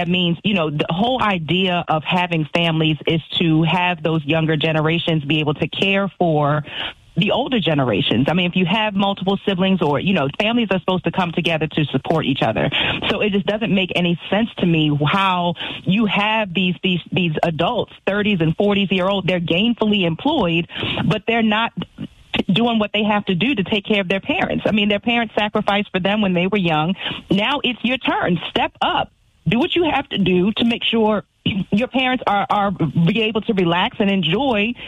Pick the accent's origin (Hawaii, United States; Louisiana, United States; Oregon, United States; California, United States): Hawaii, United States; I grew up in Hawaii, and I know that there are plenty of other cultures who value the elders.